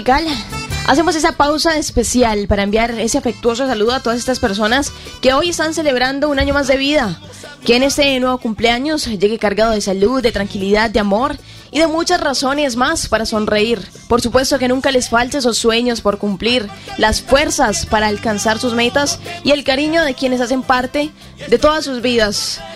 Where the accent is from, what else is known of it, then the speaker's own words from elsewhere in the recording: Huila, Colombia; esa esperanza que nos caracteriza como buenos sopitas, buenos huilenses.